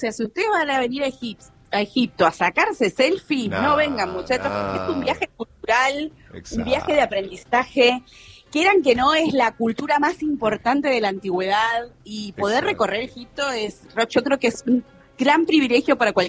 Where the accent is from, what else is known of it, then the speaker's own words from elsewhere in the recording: Neuquén, Argentina; also born or lived in Buenos Aires / Santa Cruz / Río Negro / Bariloche; Yo nací en Buenos Aires, sí. Me crié en Neuquén